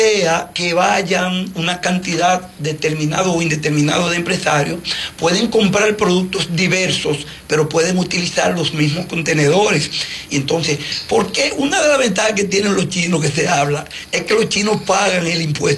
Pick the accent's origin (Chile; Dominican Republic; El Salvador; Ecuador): Dominican Republic; porque lo que nosotros producimos y vendemos como dominicanos se queda en nuestro país.